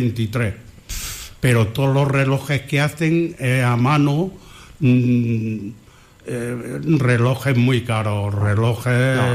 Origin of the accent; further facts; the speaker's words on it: Villanueva de Córdoba, Andalusia, Spain; Yo todo lo que pueda colaborar con en mi pueblo